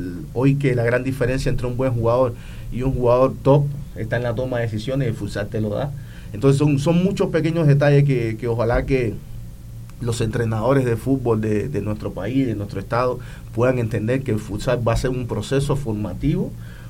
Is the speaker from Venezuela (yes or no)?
no; Cuba; now in Tuxpan, Mexico; soy cubano, llevo viviendo aquí en Nayarit alrededor de 2 años